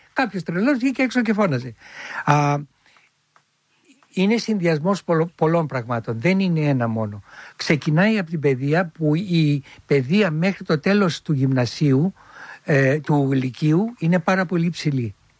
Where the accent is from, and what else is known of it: Filothei, Attica, Greece; born or raised there